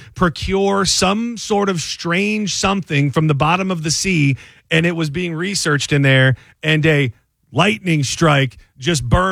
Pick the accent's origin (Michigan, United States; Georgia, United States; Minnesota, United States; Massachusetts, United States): Michigan, United States; Lapeer; He's from Lapeer. He's from my hometown.